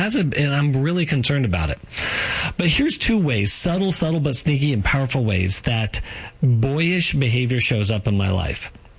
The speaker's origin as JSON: {"language": "English", "region": "Colorado", "country": "United States", "tie": "born or raised there", "said": "So I grew up in Colorado"}